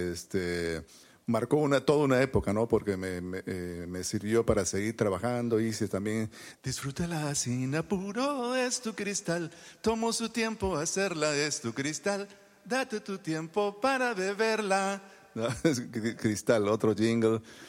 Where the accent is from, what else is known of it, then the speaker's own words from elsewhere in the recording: Peru; now in New York, United States; estoy aquí en Nueva York, soy un peruano y estoy preparando este proyecto de rock en español.